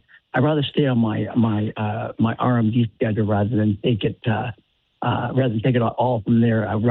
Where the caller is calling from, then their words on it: San Carlos, California, United States; Yes, I'm calling you from the West Coast in the San Carlos area.